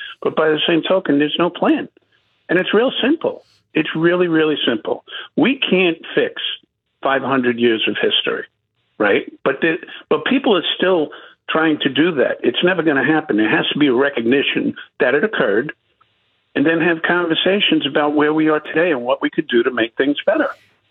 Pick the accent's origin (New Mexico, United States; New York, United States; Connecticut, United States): New York, United States; New York City; I grew up in the Bronx, New York, not exactly the best neighborhood on earth.